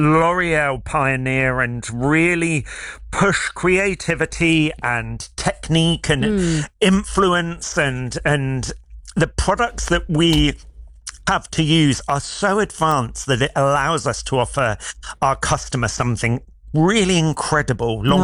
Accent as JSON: {"language": "English", "region": "South West England", "country": "United Kingdom", "tie": "born or raised there", "moved": "as an adult", "lives_now": "London, United Kingdom", "said": "I was brought up down in Somerset. I trained in Somerset."}